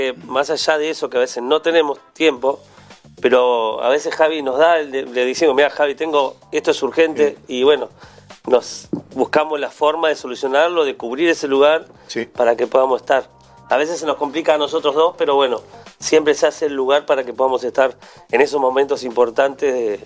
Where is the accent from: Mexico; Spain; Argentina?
Argentina; Temperley, Buenos Aires Province; soy wirista y segunda voz de … soy de Temperley